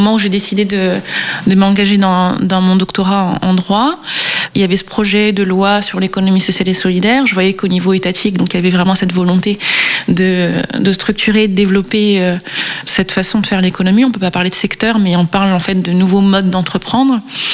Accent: Réunion; j'ai grandi à La Réunion

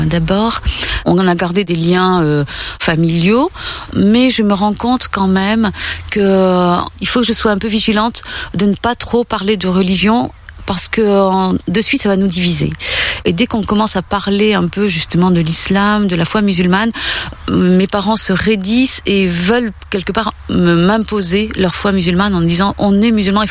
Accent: France; born there; Je suis née en France. Mes parents sont arrivés pendant la guerre d'Algérie. En France, je me suis toujours sentie française et bien dans mes baskets.

